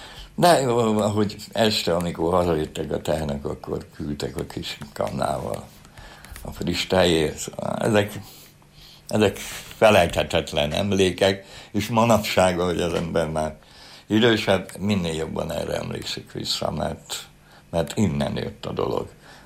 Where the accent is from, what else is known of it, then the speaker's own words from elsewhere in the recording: Budapest, Hungary; moved away as an adult; kerültem ide 26 évvel ezelőtt, mert hát el kellett jönni a budai, a Budapestből, hogy úgy mondjam, mert én ott nevelkedtem olyan helyen, ahol a világ legszebb helye, de akkor csubarom volt az egész, mert én 46-ban születtem a háború után